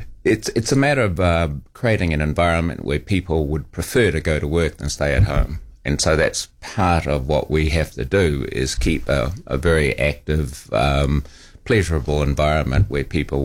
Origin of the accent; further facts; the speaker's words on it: New Zealand; also born or lived in United States; In truth, it's because I'm a Kiwi and I lived in America for 37 years, but we come backwards and forwards, and I have faith and belief in our country.